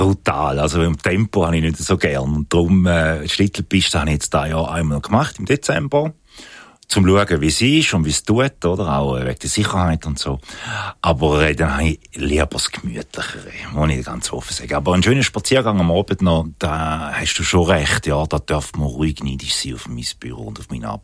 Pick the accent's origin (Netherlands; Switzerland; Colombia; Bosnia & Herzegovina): Switzerland; Appenzell Ausserrhoden; born there; Aber ich bin ein gebürtiger Ausseroder und arbeite jetzt im Innerrhodisch.